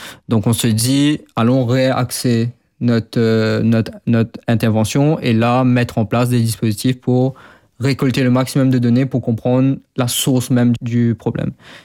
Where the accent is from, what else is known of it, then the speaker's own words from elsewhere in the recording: Mauritius; born there; on se retrouve en fin 2023 à Maurice parce que moi j'ai envie de travailler dans mon pays natal.